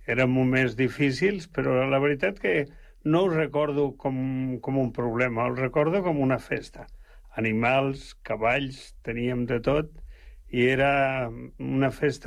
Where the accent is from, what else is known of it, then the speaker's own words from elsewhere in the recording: Oliete, Aragon, Spain; also born or lived in Zaragoza; jo vaig néixer a Saragossa perquè la meva mare va tindre en allà, però nosaltres vivíem en Oliete, que vol dir Tierra d'Olivos.